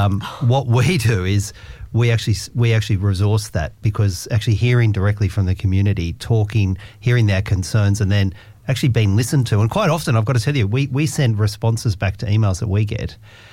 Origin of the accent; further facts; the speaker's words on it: Hornsby, New South Wales, Australia; because I grew up in Hornsby Shire, you know, the Bushland Shire. I went to school in Carlingford.